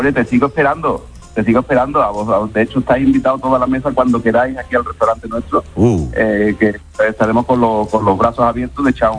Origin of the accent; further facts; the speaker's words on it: Matalascaña, Andalusia, Spain; Sí. Yo soy de Latino. De Matalascaña.